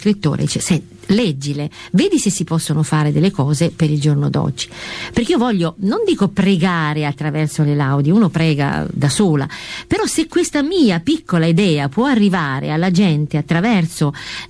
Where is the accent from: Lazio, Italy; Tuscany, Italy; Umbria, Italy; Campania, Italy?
Umbria, Italy; io siccome sono umbra, ero in Assisi